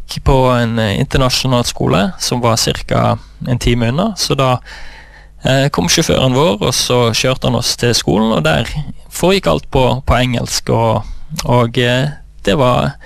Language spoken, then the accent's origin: Norwegian; Oslo, Norway; born there; also born or lived in Indonesia / Singapore; jeg ble født i Oslo, og så valgte foreldrene mine å bli misjonærer, så de reiste ut til Indonesia. Og da hadde jeg første delen av barndommen min i Indonesia og Singapore.